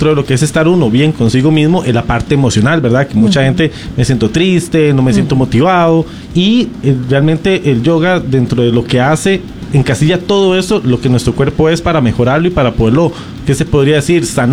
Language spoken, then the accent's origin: Spanish; Costa Rica; es que yo, que hablamos como tico